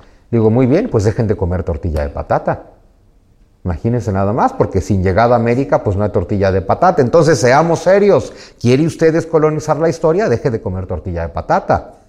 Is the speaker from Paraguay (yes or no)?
no; Mexico; Yo nací en México en 1975, crecí en la década de los 80.